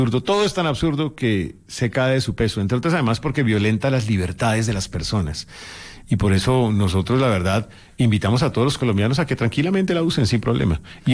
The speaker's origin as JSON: {"language": "Spanish", "country": "Colombia", "said": "Bueno, la bandera es como cualquier colombiano que siempre se emociona con su país, ¿cierto?"}